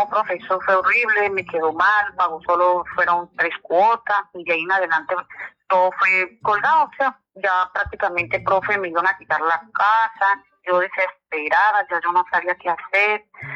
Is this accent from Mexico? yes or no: no; Venezuela; moved away as an adult; me quedé con la casa, llevo 11 años acá viviendo. Yo llegué de Venezuela, gracias a Dios.